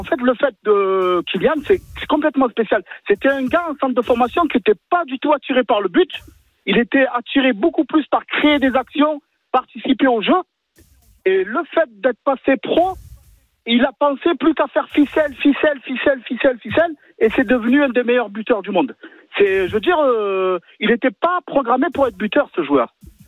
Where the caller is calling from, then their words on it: Nice, Provence-Alpes-Côte d'Azur, France; Le fait d'habiter la Côte d'Azur